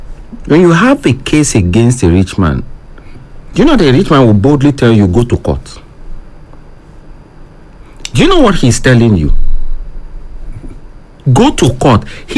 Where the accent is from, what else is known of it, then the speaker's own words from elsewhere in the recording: Nigeria; But the system, does it protect the citizens that we can proudly say, I'm a Nigerian, so if I'm oppressed, I'm going to the courts.